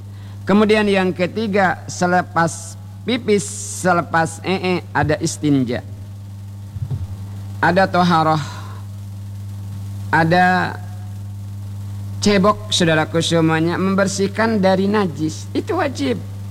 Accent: Bangka Belitung Islands, Indonesia; Kata kita orang Bangka, bebula.

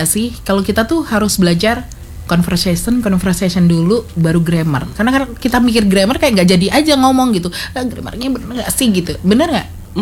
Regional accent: Java, Indonesia; accent: Javanese (medok); Kita soalnya aksennya kan saya Jawa banget ya.

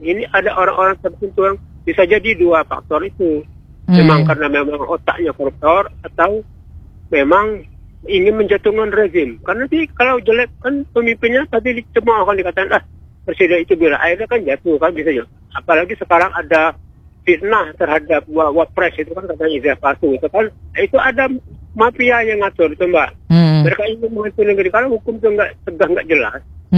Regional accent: Indonesia; Kok maaf kita orang asli Indonesia hidup garis kemiskinan

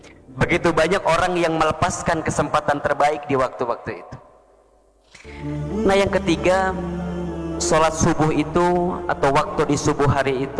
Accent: Garut, West Java, Indonesia; born or raised there

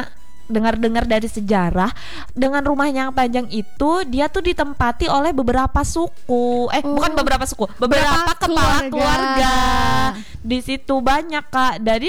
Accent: Java, Indonesia; aku juga pendatang. Aku dari Jawa, Kak Olip dari Sumatera. Jadi kita tuh kayak sangat-sangat beragam di Kalimantan Tengah ini, Kak Olip.

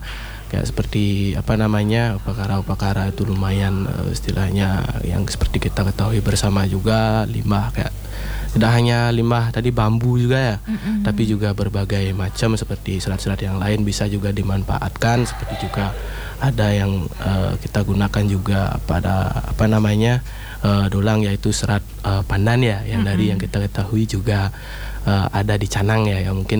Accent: Bali, Indonesia; saya sendiri sebagai orang Bali juga

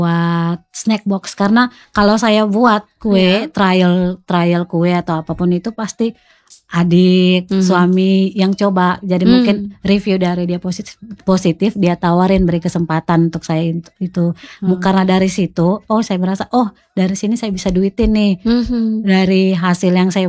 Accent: Maumere, East Nusa Tenggara, Indonesia; moved away as an adult; also born or lived in Jakarta; now in Kupang, Indonesia; Saya dari Maumere, hanya dari lahir besar di Maumere, terus lanjut kuliah kerja di Jakarta, nikah karena suami dapat tugas di sini, akhirnya pindah ke sini.

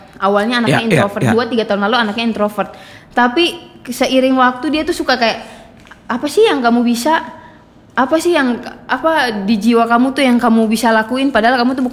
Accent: Tual, Maluku, Indonesia; Pas aku bilang, aku dari Tual. Tual tuh di mana?

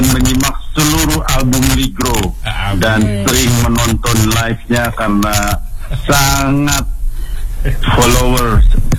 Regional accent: Tangerang, Banten, Indonesia; Saya orang Banten, saya bukan orang Jakarta.

